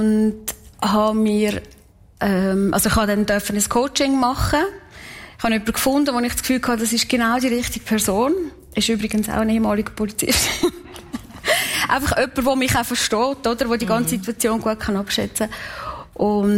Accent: Kaltbrunn, St. Gallen, Switzerland; born or raised there

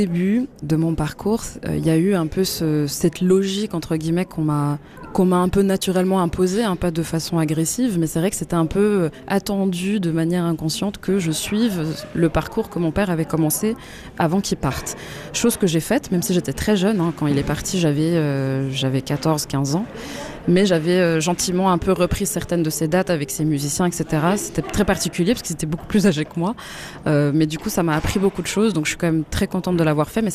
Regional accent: Switzerland; je suis belge et congolaise de sang, mais j'ai grandi en Suisse toute ma vie.

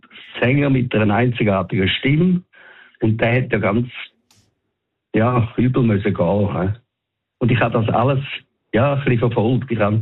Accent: Winterthur, Zurich, Switzerland; Ich komme aus Winterthur und ich habe … glaube ich, vor 30 Jahren gesehen in der Eishalle.

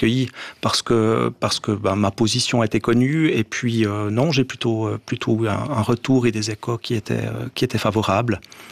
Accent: Jura, Switzerland; on est jurassien, on a la même culture, on a le même territoire, la même langue.

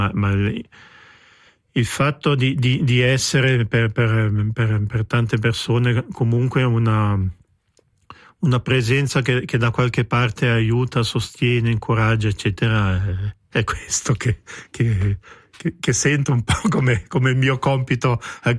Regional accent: Switzerland

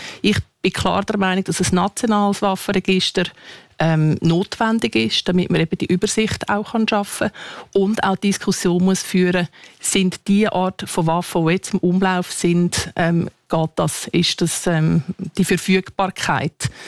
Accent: Aargau, Switzerland; Ja, ich bin im Aargau aufgewachsen.

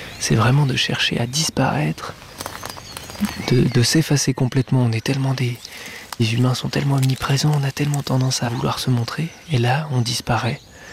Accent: France; ici on est dans une forêt du Jura que j'aime beaucoup, pas très très loin de là où j'ai grandi.

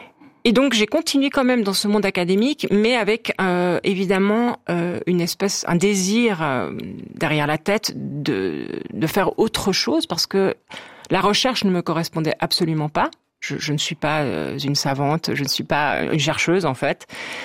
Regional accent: Switzerland; born there; moved away; quand j'étais petite, quand j'étais en Suisse.

